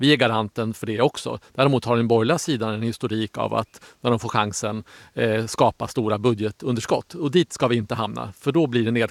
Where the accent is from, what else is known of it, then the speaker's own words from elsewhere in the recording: Uppsala, Uppsala County, Sweden; Vi är många Uppsalabor.